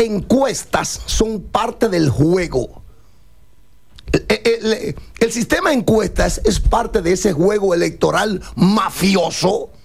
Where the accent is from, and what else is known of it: Dominican Republic